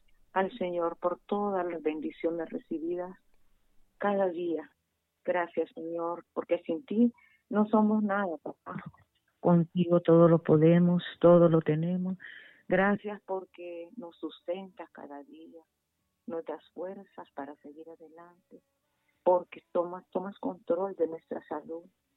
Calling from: Danlí, El Paraíso, Honduras; De Danlí.

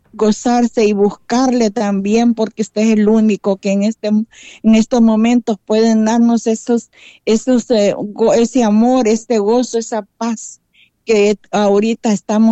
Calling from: San Pedro Sula, Cortés, Honduras; Le llamo de San Pedro Sula.

